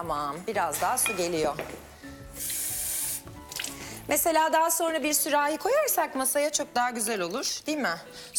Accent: Nazilli, Aydın, Turkey; bizim yörede, benim Aydın'da, Nazil'de etlisi yapılır

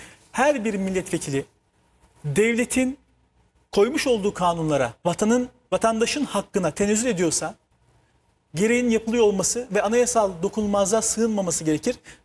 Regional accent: Antalya, Turkey; Benim memleketim olan Antalya'nın Seri'nin yan taraftaki Manavgat'tan

